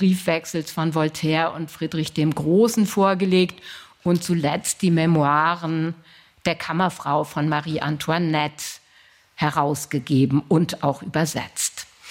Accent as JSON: {"language": "German", "region": "Lower Saxony", "country": "Germany", "said": "Ich komme nämlich auch aus Niedersachsen"}